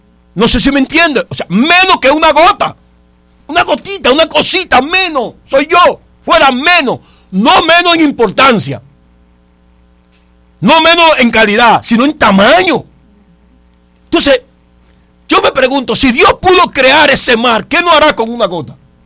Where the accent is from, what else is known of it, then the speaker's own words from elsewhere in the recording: La Romana, Dominican Republic; born there; also born or lived in a batey (sugar-cane settlement); cuando yo vine del Batey, que una tía me dijo, te voy a llevar a vivir para la Romana.